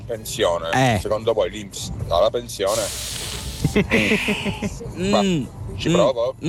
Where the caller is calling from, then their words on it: Palermo, Sicily, Italy; Sono di Palermo.